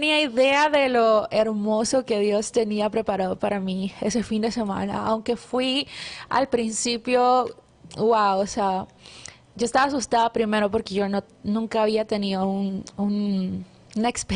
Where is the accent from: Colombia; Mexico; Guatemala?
Guatemala; born there; nací en Guatemala.